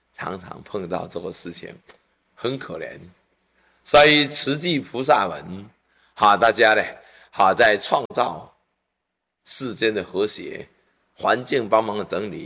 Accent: China; 在我们中国人的很多的毛病，至少门前雪，啊，不管他人瓦上霜，啊，这个是中国人的名言。

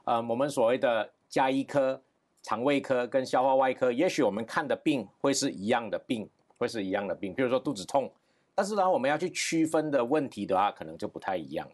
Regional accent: Malaysia; 那我出生地的话是在马来西亚，所以在马来西亚长大。

